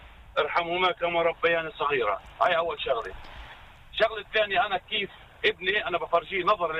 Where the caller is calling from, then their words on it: Arraba, Israel; من عرابه.